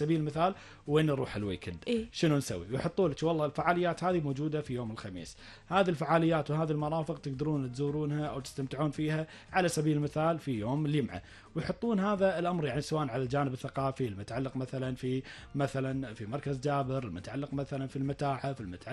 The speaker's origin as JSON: {"language": "Arabic", "country": "Kuwait", "said": "في بلدنا الكويت،"}